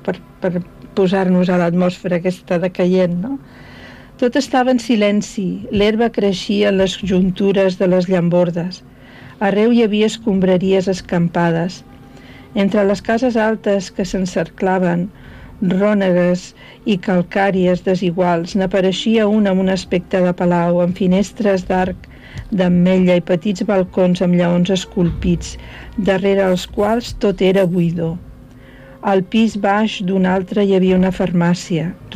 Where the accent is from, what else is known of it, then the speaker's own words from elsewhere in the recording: Catalonia, Spain; now in Venice, Italy; I vaig dir, no, no, soc catalana, no sé què.